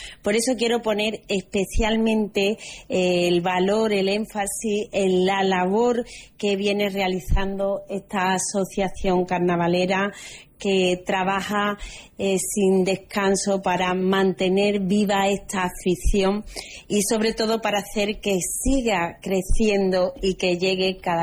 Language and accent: Spanish; Calañas, Andalusia, Spain; born there; Es una alegría presentar hoy esta cita que habla de Calaña, de mi pueblo